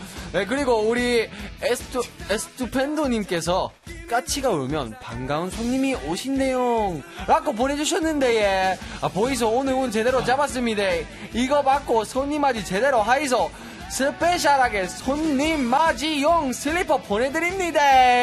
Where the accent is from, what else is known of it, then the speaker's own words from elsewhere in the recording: Busan, South Korea; 오늘은 제가 어릴 적 살았던 제 2의 고향이자 … 의 콘서트가 열리는 곳 부산. 부산 사투리로 소개해 보겠습니다.